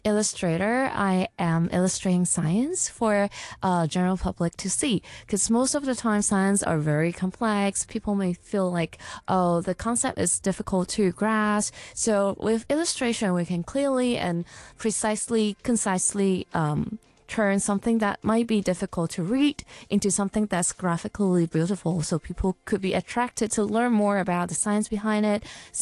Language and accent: English; Hong Kong